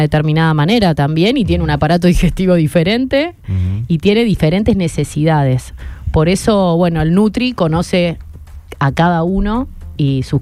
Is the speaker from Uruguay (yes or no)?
no; Argentina; Pero siempre contemplando que somos argentinos, que nos gusta la comida, que nos gusta celebrar.